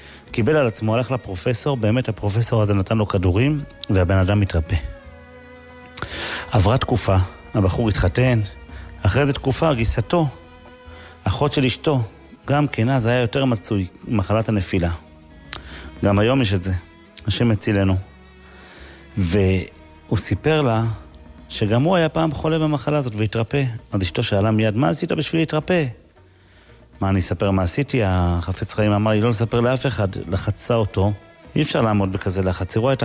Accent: Kiryat Ata, Haifa District, Israel; כשהייתי ילד קטן בקריית אתא, היה שם יהודי זקן מאוד

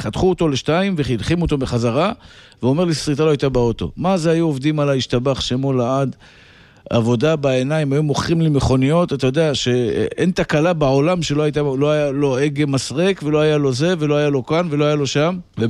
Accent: Tel Aviv, Tel Aviv District, Israel; born there

